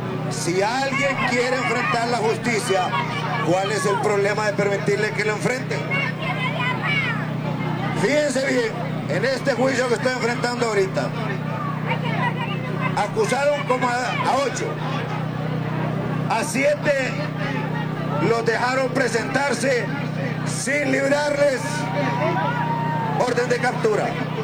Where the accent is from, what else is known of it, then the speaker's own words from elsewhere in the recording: Honduras; me estoy sometiendo como cualquier hondureño